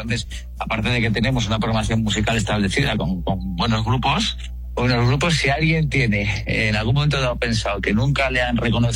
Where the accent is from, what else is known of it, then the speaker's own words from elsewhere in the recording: Mexico; Sí, como mexicanos